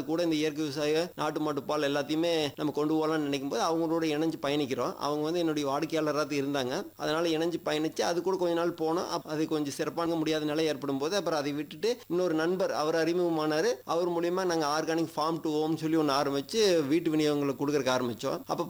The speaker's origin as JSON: {"language": "Tamil", "town": "Ooty", "region": "Tamil Nadu", "country": "India", "tie": "born or raised there", "said": "நான் பிறந்து வளர்ந்ததெல்லாம் ஊட்டிலிங்க. ஊட்டியில் அணிக்குறைங்கிற ஊரில் நான் படித்தேன்."}